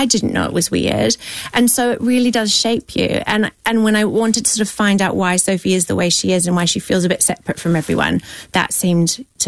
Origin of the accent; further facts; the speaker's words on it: New Zealand; I grew up in a sort of New Zealand branch of the Brethren, which wasn't Plymouth.